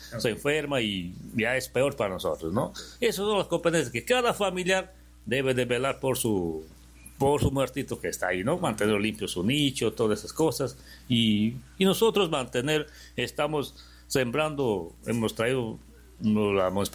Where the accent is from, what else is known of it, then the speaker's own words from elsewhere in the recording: Bellavista, San Martín, Peru; now in Lamas, Peru; Yo soy de Bellavista, pero ya me siento ser parte de Lamas porque vivo acá, me cobija Lamas y mi familia es de acá y tengo ese amor a Lamas